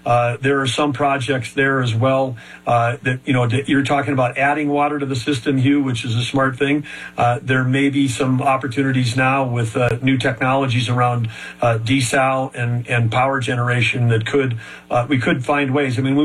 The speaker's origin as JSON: {"language": "English", "region": "North Dakota", "country": "United States", "tie": "born or raised there", "said": "Now they produce 1/10 of what my home state of North Dakota does."}